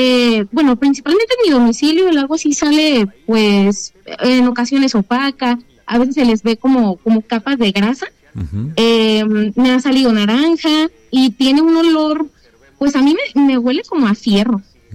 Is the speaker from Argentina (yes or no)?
no; Guadalajara, Jalisco, Mexico; yo hablo también por mi municipio en específico, que soy de Guadalajara.